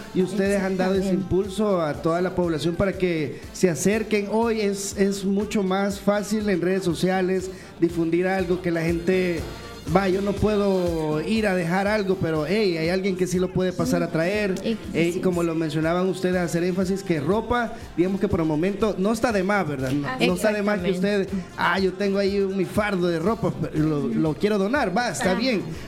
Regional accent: El Salvador; nos tenemos que unir como pueblo salvadoreño

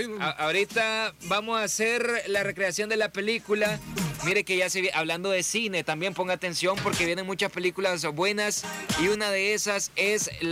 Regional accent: Santa Ana, El Salvador; yo fui a la feria de mi pueblo porque Santa Ana está de fiesta ahorita.

